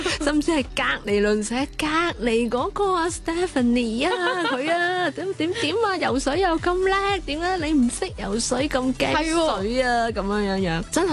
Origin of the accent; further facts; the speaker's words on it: China; 咁我哋中國人社會就係唔讚自己㗎嘛